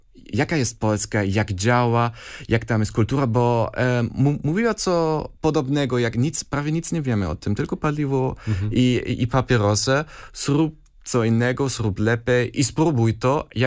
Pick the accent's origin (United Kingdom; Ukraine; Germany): Germany; Polish is a second language; now in Poland; Ja wiem, że jestem Niemcem